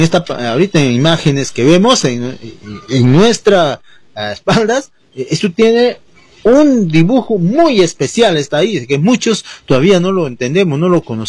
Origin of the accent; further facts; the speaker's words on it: Ricrán, Junín, Peru; now in Pichanaki, Peru; del distrito de Ricrán, mi pueblo